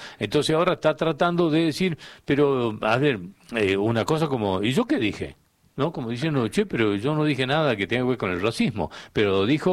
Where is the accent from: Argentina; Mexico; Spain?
Argentina; somos los argentinos que sufrimos y padecemos hasta el borde del infarto cada uno de los partidos, ¿no?